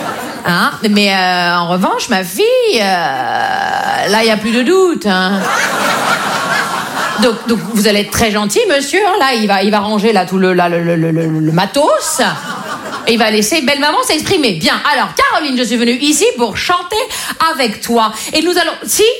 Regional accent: Grand Est, France; accent: Vosges

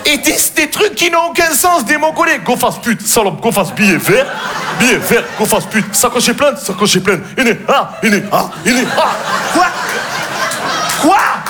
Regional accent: Marseille, Provence-Alpes-Côte d'Azur, France

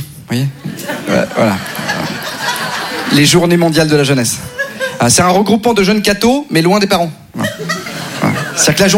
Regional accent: Neuilly, Île-de-France, France; Alors, moi, donc, concrètement, donc, je viens de Neuilly, famille nombreuse, mais en plus, j'ai été éduqué dans une éducation catho-tradie.

